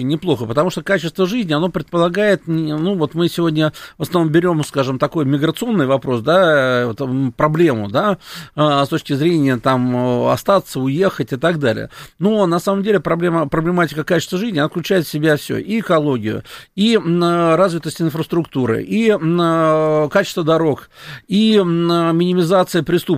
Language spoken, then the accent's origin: Russian; Moscow, Russia; Я человек как бы москвич, я уже привык к этой атмосфере.